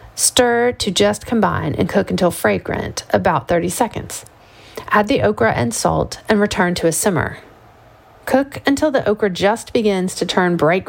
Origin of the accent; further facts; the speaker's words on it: Lagos, Nigeria; Growing up in Lagos, I knew okra as just Ila, its name in Yoruba, which can also refer to any soup from southwest Nigeria, where okra is the star ingredient.